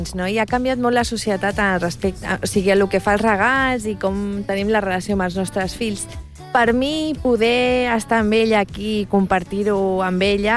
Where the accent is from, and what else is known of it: Sabadell, Catalonia, Spain